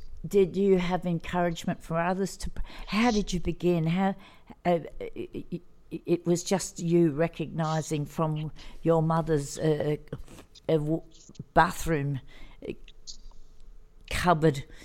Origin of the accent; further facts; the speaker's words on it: Australia; We're Australian, so of course we're all outside.